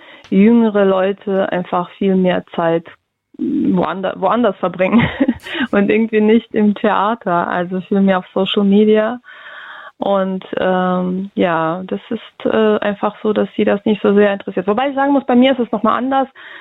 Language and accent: German; Russia; now in Germany; ich habe das Gefühl, wenn ich sage, ja, ich komme aus Russland, das ist denen egal, woher ich komme.